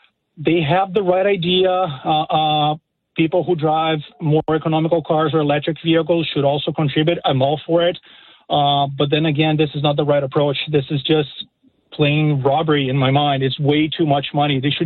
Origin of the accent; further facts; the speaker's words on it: Brazil; now in Nova Scotia, Canada; Well, I'm from Brazil originally